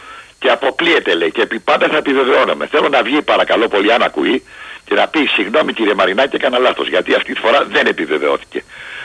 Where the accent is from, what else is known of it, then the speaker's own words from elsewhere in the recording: Peristeri, Attica, Greece; Έπαιζα μπάλα μικρό στο Περιστέρι στις Σαλάνες. … από το Περιστέρι.